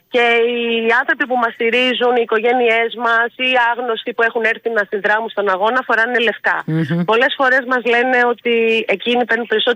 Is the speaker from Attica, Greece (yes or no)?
yes; Piraeus, Attica, Greece; Και εγώ είμαι Πειραιώτης, να ξέρεις. Αλλά είμαι εδώ πάνω τώρα, στην Αθήνα.